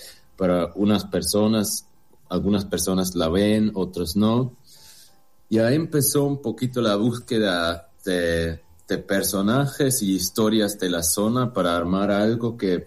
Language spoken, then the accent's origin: Spanish; Switzerland; moved away; Y yo vengo de Suiza